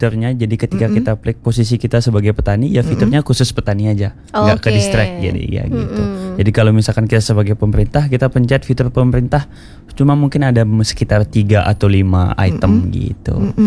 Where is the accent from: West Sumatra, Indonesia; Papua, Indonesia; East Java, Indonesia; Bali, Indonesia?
Bali, Indonesia; Buleleng; di desa saya, Ibu, Desa Spangklod.